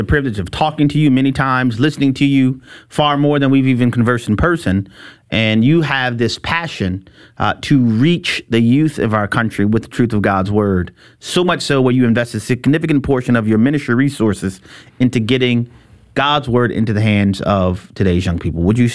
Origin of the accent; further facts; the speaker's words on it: Louisiana, United States; You know, often saying, you know, you're from my home state of Louisiana